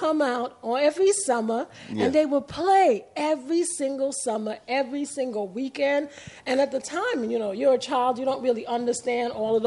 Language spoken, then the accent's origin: English; New York City, New York, United States; also born or lived in Grenada; I'm from Harlem all the way. I grew up on 143rd and St. Nicholas Avenue.